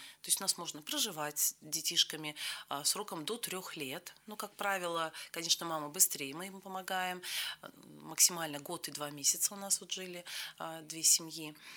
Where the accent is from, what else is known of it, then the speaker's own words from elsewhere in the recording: Cherepovets, Vologda Oblast, Russia; я из Череповца